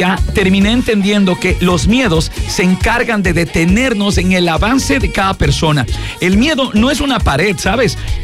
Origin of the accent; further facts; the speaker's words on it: Baños de Agua Santa, Tungurahua, Ecuador; Muchos saben que soy de Baños de Agua Santa